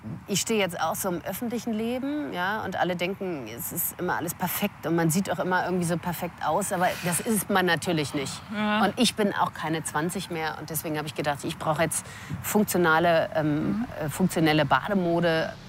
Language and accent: German; Berlin, Germany; Für mich als Berlinerin.